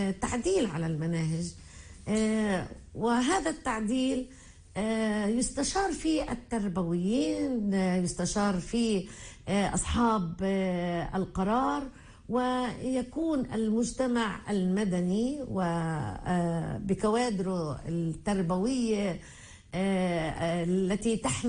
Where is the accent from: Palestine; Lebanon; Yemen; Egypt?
Palestine; رؤيتنا كفلسطينيين لهويتنا الفلسطينية